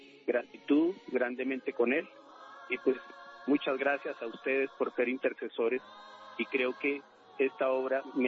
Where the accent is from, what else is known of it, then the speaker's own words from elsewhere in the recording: Espinal, Tolima, Colombia; now in Bogotá, Colombia; Pues yo soy de La Espinal, los escucho todos los días. Estoy aquí en Bogotá acompañando a mi futura y amada esposa Diana Patricia.